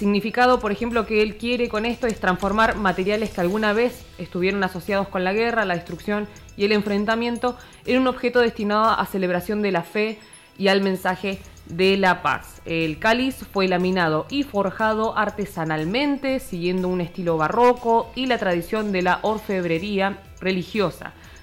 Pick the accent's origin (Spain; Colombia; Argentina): Argentina; nosotros como argentinos